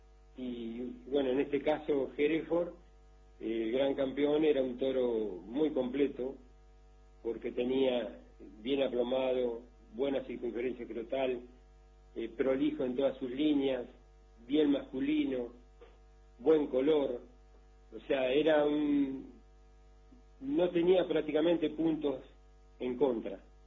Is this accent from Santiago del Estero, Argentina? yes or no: no; Benito Juárez, Buenos Aires Province, Argentina; also born or lived in Necochea; Mirá, yo nací en Necochea, ah, una familia trabajadora, y a los 8 años a mi padre lo trasladan a Juárez